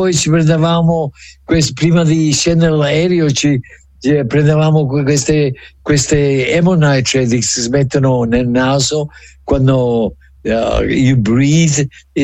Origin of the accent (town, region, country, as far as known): Longi, Sicily, Italy; now in United States